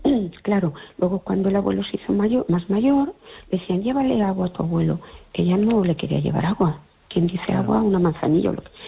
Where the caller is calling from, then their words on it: Fene, Galicia, Spain; Hola, buenas noches … de Fene. ¿Qué tal?